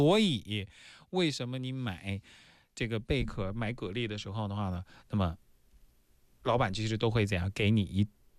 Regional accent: Weihai, Shandong, China; 我从小就是长在海边

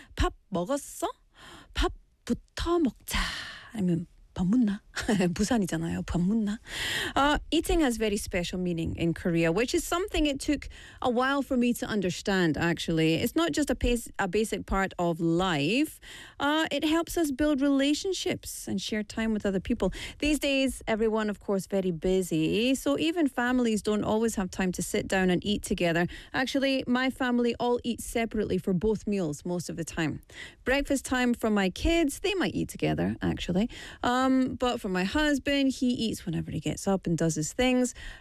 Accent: Scotland, United Kingdom; as a Scot, as a Scottish person

